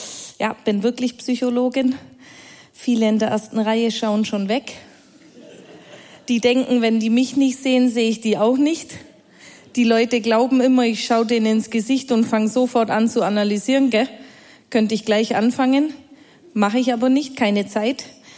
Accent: Bavaria, Germany; Nessie hat ja schon gesagt, ich komme aus Bayern, also aus dem schwäbischen Teil Bayerns.

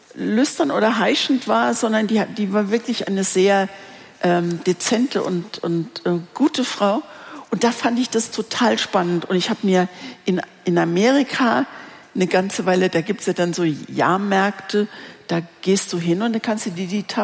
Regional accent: Greece; ich als Griechin zeige dir Dolmades.

